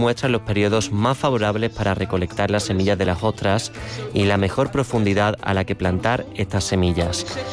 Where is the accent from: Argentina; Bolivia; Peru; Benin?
Benin; Esto ocurre en mi país, en Benín. Tenemos más o menos 10 millones de personas